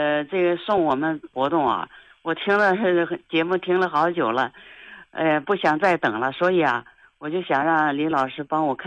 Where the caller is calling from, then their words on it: Zhangjiakou, Hebei, China; 我是河北张家口的。